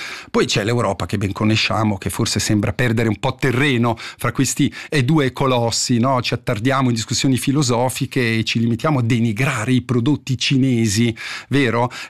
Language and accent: Italian; Gandria, Ticino, Switzerland; Gandria, del mio paese